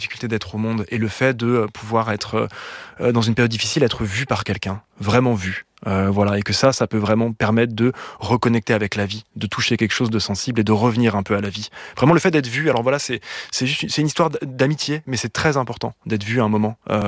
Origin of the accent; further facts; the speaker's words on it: Lyon, Auvergne-Rhône-Alpes, France; Moi, j'ai grandi à Lyon. Et à Lyon, il y a un endroit assez...